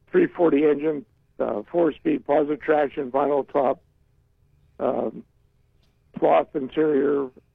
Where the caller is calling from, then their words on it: Youngstown, Ohio, United States; I'm calling from the Youngstown area